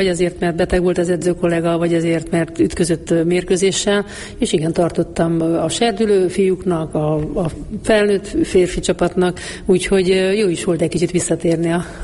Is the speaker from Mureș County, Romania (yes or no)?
yes; Band, Mureș County, Romania; now in Budapest, Hungary; tehát én falun születtem, ott nőtt, hát egy nagyobb község, tehát nem is olyan kis falu